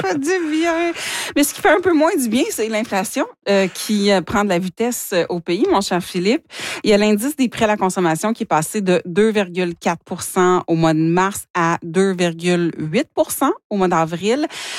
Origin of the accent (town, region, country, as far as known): Hearst, Ontario, Canada; born or raised there; moved away